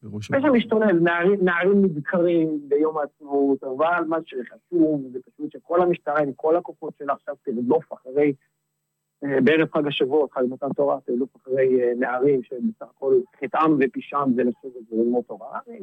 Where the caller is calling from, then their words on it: Rishon LeZion, Central District, Israel; מראשון לציון.